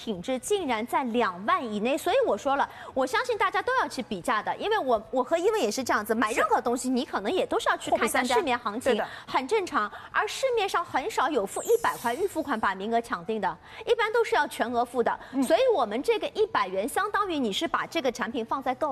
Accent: Shanghai, China; 阿拉上海人啊

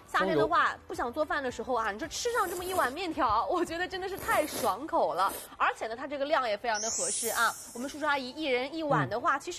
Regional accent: Shanxi, China; now in Shanghai, China; 因为我是山西人嘛，所以我对面条的要求还是蛮高的。

